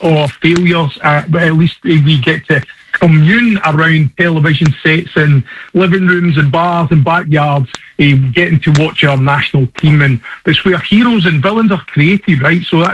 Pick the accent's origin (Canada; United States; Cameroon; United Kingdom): United Kingdom; Scotland; because obviously I am Scottish, you know